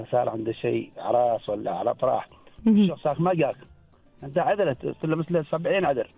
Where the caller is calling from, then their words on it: Masirah Island, Ash Sharqiyah South, Oman; من مصيرة أختي، جزيرة مصيرة